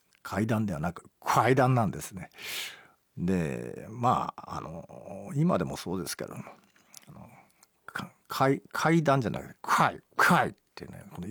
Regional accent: Matsue, Shimane, Japan; born there; accent: Izumo dialect; also born or lived in Tokyo; 私はまあ松江出身ではあるんですが、まあ実は幼少期は東京に住んでおりまして、まあ父が勤務医をしていたんですが、実家が島根県松江のまあ町医者で、小学校1年生の3学期に僕は東京から松

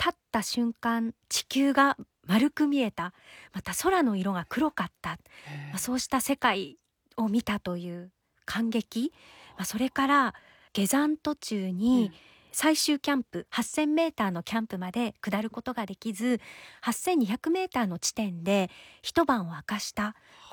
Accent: Akita, Japan; 私は秋田市の出身なんですけれども、祖父母が米農家で、幼い頃から祖父母が田んぼで働く姿を眺めて育ったんですね

